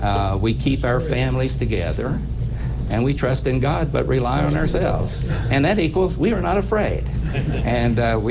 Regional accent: West Virginia, United States; moved away; MacDowell County, where I'm from.

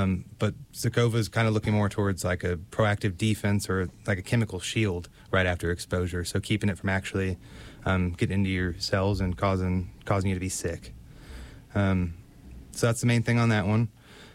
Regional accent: Kansas, United States; moved away as an adult; now in Virginia, United States; I'm from Kansas, went to the University of Missouri, played sports in college.

